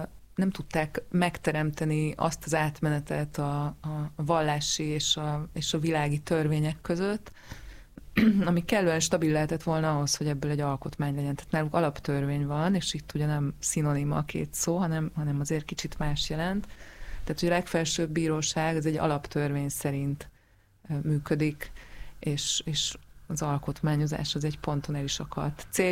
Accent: Hungary

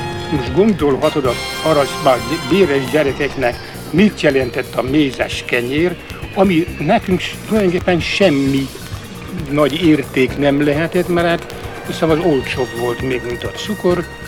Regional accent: Rászeg, Tolna, Hungary; messze eső puszta az, ahol én születtem. Rászeg, felső Rászegre, a Simon Tornya és Sárszentlőrinc között. Ott volt az apám egy irodalmi főgépész.

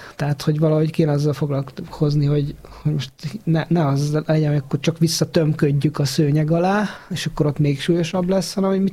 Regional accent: Kecskemét, Bács-Kiskun, Hungary; mondjuk én szülővárosomban, Kecskeméten is látom, hogy szinte ugyanaz megy, mint Budapesten

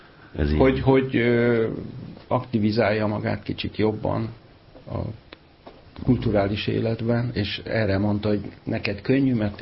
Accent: Budapest, Hungary; born there; Kégolyó utcai szülészeti klinikán születtem

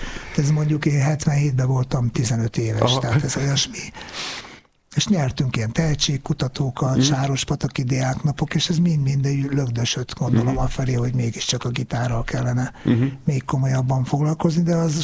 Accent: Nyíregyháza, Szabolcs-Szatmár-Bereg, Hungary; én Nyíregyházán laktam, ott születtem

